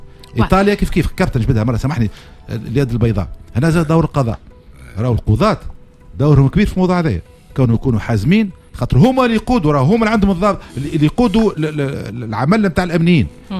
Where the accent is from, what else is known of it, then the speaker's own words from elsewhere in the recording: Tunisia; احنا كمجتمع تونسي